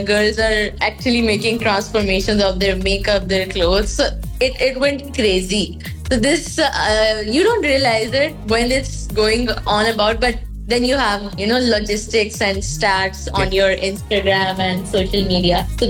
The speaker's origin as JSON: {"language": "English", "country": "Pakistan", "said": "So Indians initially thought that I'm from India"}